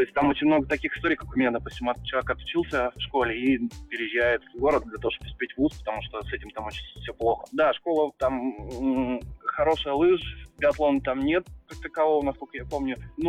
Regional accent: Magadan Oblast, Russia; now in Moscow, Russia; я вырос в этих условиях

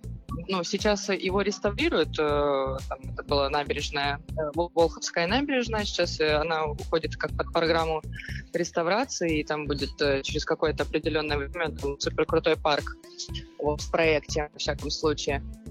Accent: Volgodonsk, Rostov Oblast, Russia; moved away as an adult; now in Kirishi, Russia; переехала, мне было 18 лет, и, конечно, это был в первую очередь страх, даже независимо от того, ну, у нас мой родной город Волгодонск, он там, 176 тысяч человек живет, в городе Кириши вообще 56 тысяч.

